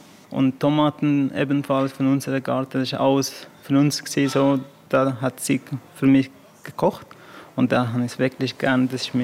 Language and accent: German; Afghanistan; German is a second language; now in Wabern, Switzerland